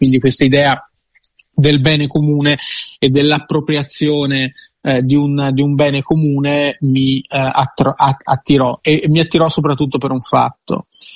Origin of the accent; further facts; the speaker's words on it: Capannori, Tuscany, Italy; io vengo da Capannori, che è un comune in provincia di Lucca